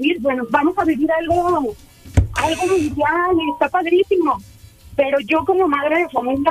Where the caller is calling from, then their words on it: Zapopan, Jalisco, Mexico; De Zapopan.